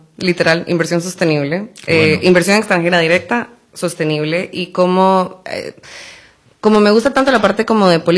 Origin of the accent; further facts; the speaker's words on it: Costa Rica; como los ticos nos deberíamos sentir muy orgullosos de lo que se ha logrado en esa área.